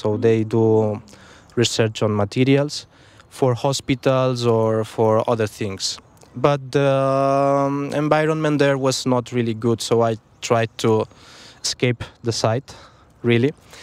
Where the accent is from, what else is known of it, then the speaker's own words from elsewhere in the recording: Catalonia, Spain; English is a second language; I'm very interested in mining environmental problems because, as I thought, I'm from Bages region and it's a mining site.